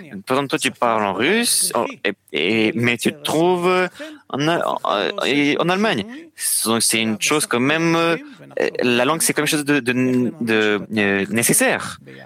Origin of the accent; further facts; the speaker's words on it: Argentina; French is a second language; moved away; also born or lived in Spain; Moi, je suis de Argentine et j'ai vécu 30 ans en Espagne.